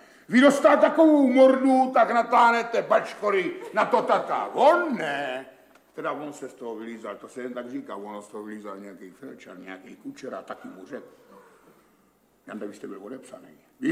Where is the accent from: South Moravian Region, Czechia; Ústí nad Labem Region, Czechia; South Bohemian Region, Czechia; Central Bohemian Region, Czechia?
South Moravian Region, Czechia; Brno; born or raised there